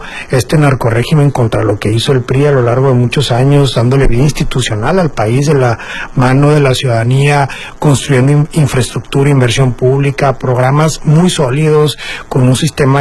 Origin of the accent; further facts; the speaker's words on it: Chihuahua, Mexico; llegamos hace un ratito, venimos directamente de Chihuahua, yo soy originario de allá